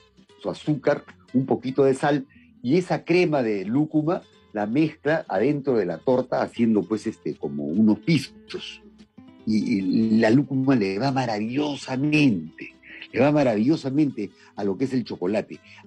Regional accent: Peru; Somos peruanos al comer ramfañote, en realidad.

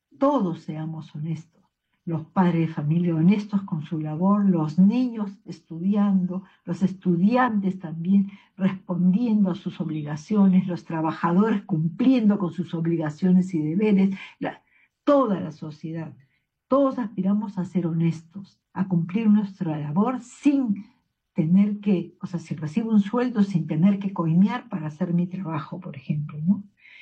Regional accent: Peru; Es decir, que a nosotros como peruanos nos brote naturalmente decir siempre la verdad

